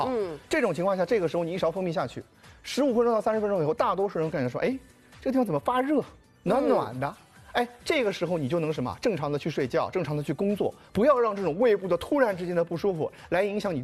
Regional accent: China; 我们中国人

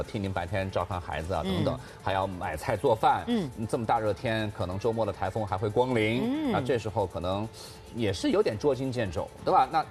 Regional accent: Shanghai, China; 我们上海人

